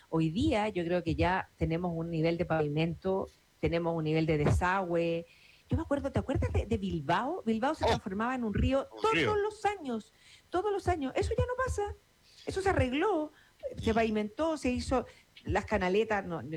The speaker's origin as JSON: {"language": "Spanish", "country": "Chile", "said": "somos los chilenos"}